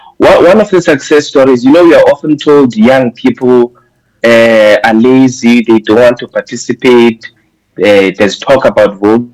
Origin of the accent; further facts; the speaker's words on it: Eastern Cape, South Africa; I grew up in the Eastern Cape